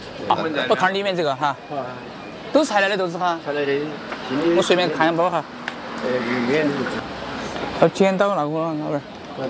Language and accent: Chinese; Yibin, Sichuan, China; moved away as an adult; now in Chongqing, China; 也是我们宜宾老家我小时候那种味道。